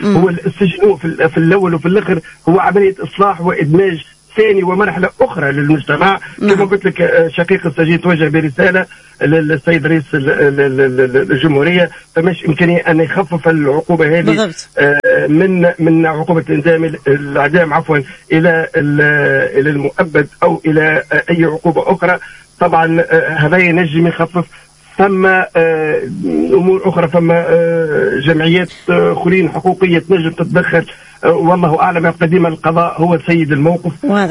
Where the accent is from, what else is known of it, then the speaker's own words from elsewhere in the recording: Tunisia; اللي عندنا في تونس